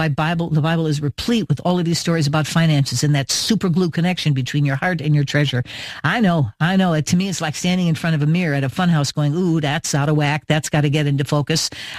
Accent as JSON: {"language": "English", "town": "Evanston", "region": "Illinois", "country": "United States", "tie": "born there", "said": "You are from Evanston. I was born in Evanston, sister, so I think that's cool."}